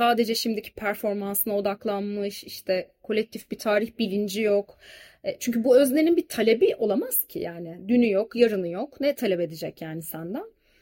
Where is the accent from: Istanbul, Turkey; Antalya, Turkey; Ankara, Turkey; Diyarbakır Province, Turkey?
Antalya, Turkey; Ben Antalyalıyım. Ara ara gidiyorum Antalya'ya